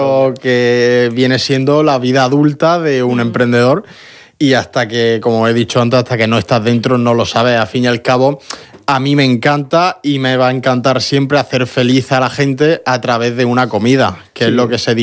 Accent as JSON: {"language": "Spanish", "region": "Region of Murcia", "country": "Spain", "said": "soy murciano."}